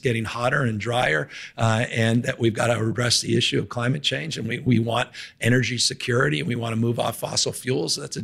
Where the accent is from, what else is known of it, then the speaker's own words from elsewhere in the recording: California, United States; Maybe it's because I'm from the Bay Area. Maybe it's because of California.